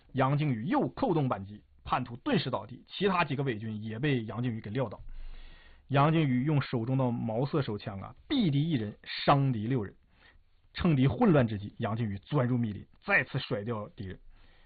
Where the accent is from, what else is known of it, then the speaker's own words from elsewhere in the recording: China; 咱们中国人